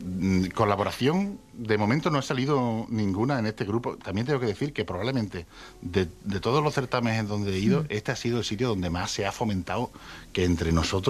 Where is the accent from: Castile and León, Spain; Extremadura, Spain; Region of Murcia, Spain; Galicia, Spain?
Extremadura, Spain; las zonas donde yo me crié de pequeño, a Extremadura en general